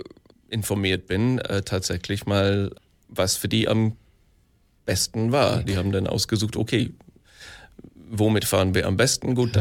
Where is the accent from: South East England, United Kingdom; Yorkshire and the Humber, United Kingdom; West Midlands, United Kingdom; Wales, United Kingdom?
Yorkshire and the Humber, United Kingdom; wo ich groß geworden bin in Yorkshire, da kann man Viertelstunde Auto fahren nach Lancashire und da reden die Leute auch ganz anders.